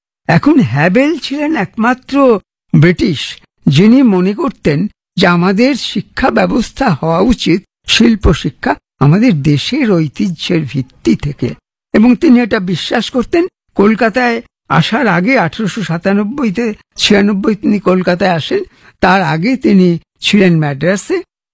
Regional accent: Kolkata, West Bengal, India

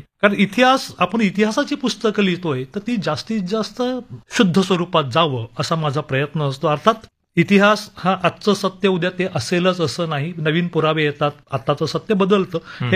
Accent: Mumbai, Maharashtra, India; मुंबईला मी माझी sir I समजतो, दुसरी आई जन्म देणारी असतेच, हिने मला वाढवलं. पालनपोषण हे शहराने केलंय माझं.

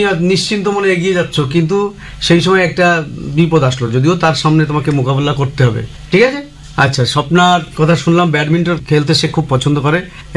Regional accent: India; বিশেষ করে আমাদের ইন্ডিয়াতে

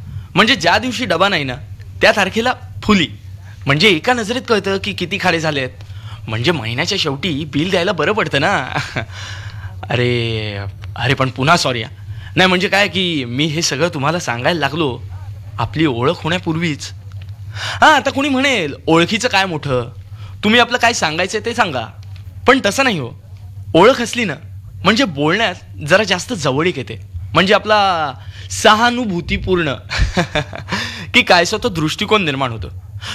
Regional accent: Vadodara, Gujarat, India; now in Mumbai, India; मूळचा बडोद्याचा, सध्या मुंबईत बँकेत नोकरीला आहे.

